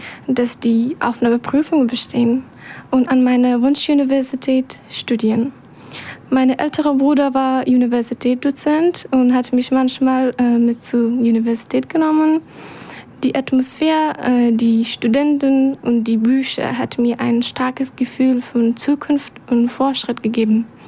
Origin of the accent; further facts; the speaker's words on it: Afghanistan; now in Berlin, Germany; ich komme aus Afghanistan.